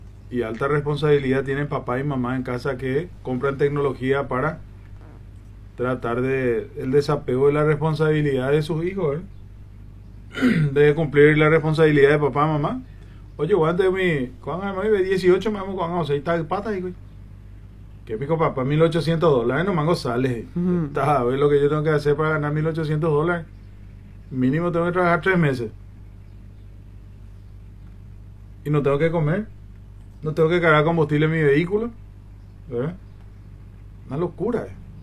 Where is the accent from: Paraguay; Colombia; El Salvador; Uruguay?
Paraguay; vos, yo y todos somos paraguayos.